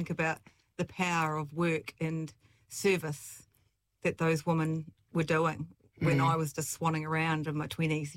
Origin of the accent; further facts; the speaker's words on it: Oxford, Canterbury, New Zealand; So I grew up in Oxford, so I had a rural upbringing, which I'm very thankful for.